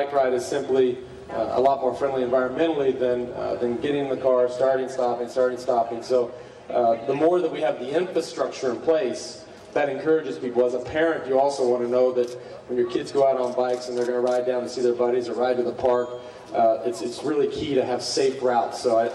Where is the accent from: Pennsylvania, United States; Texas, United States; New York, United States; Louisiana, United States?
Texas, United States; I grew up in Texas. I live in Austin, Texas.